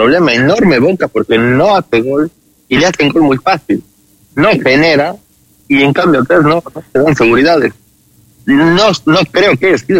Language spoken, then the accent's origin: Spanish; Ecuador; como ecuatoriano le digo